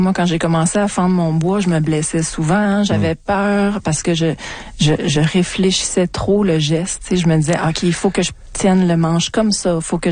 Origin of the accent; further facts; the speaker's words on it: Montreal, Quebec, Canada; born there; moved away as an adult; also born or lived in Kamouraska; now in Estrie, Canada; moi, je suis une Montréalaise, donc je suis née ici.